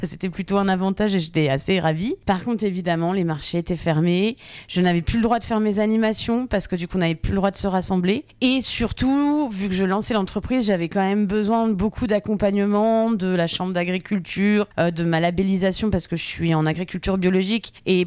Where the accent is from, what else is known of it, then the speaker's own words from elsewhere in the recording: Nancy, Grand Est, France; now in Moussey, France; je suis originaire de Nancy, donc qui est la grande ville pas très loin d'ici.